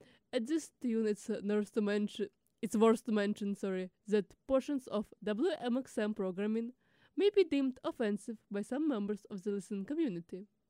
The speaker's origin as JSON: {"language": "English", "country": "Belarus", "moved": "yes", "said": "I am from Belarus"}